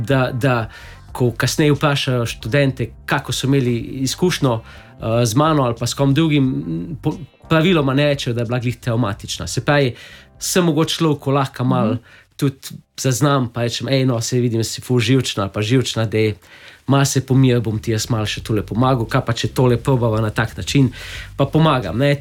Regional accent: Velenje, Savinja, Slovenia; Ja, zdaj smo iz Velenja, no.

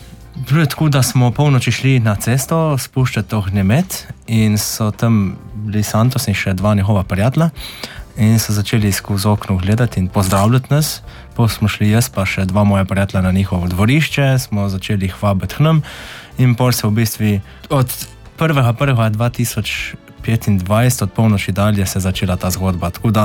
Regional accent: Kal pri Pivki, Pivka, Slovenia; Prihajam iz Kala pri Pivki. To je majhna vas v občini Pivka. Kao ima morda 300 ljudi, 300 prebivalcev, občina Pivka nekaj čez 6000.

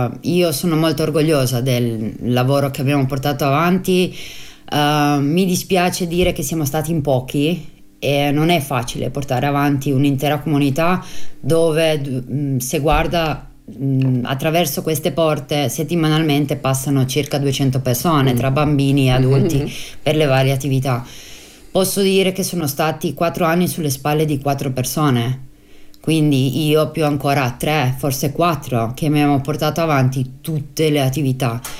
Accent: Buje, Istria County, Croatia; accent: Istro-Venetian; qua continua a essere il nostro dialetto, l'istroveneto continua a essere dappertutto, in ogni posto, in ogni luogo

